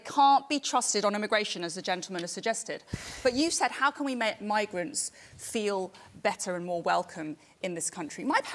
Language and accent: English; London, United Kingdom; born there; Yeah, I was born in London, North London, actually, in 1980. My parents came as immigrants themselves to this country with nothing.